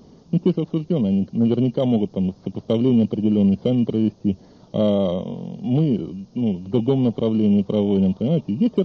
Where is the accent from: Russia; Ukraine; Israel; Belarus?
Russia; Lipetsk, Lipetsk Oblast; also born or lived in Saratov; now in Yekaterinburg, Russia; я из Липецка.